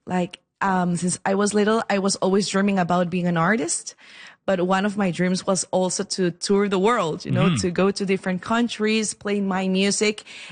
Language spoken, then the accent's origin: English; Guatemala; English is a second language; Well, first of all, I'm from Guatemala. Mm-hmm. I come from a family of marimba players.